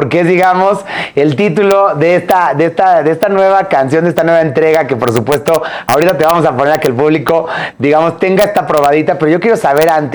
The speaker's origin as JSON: {"language": "Spanish", "country": "Mexico", "said": "Nosotros como mexicanos"}